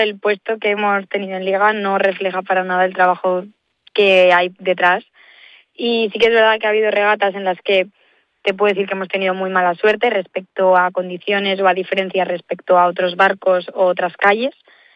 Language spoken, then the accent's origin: Spanish; Astillero, Cantabria, Spain; yo soy de Astillero. Yo empecé con 9 años remando en Astillero, Y sí que es verdad que estuve un par de años remando fuera en otros clubes de Cantabria